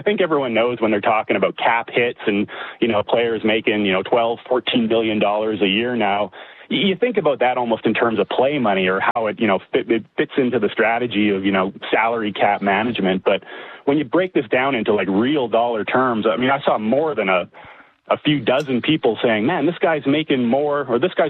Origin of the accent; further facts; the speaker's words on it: Winnipeg, Manitoba, Canada; now in Calgary, Canada; I was born and raised in Winnipeg. I live in Calgary now, but I followed the Jets ever since